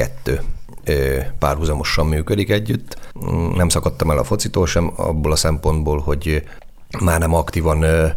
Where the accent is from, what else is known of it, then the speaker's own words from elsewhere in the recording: Seregélyes, Fejér, Hungary; falusi családban felnövő srác